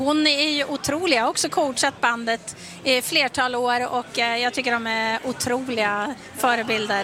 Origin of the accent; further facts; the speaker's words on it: Umeå, Västerbotten County, Sweden; Jag är ju uppvuxen i Umeå.